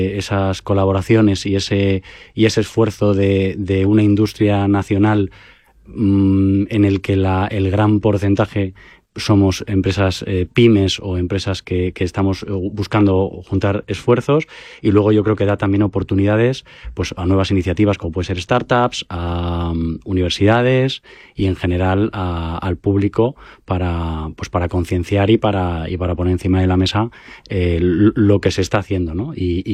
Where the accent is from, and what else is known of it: Spain